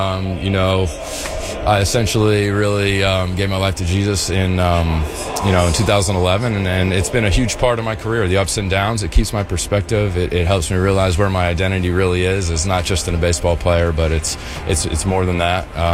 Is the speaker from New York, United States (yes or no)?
yes; New York, United States; growing up in New York, living through 9/11